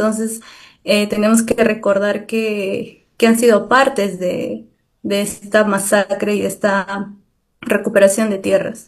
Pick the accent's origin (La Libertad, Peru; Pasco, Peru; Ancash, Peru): Pasco, Peru; somos de Pasco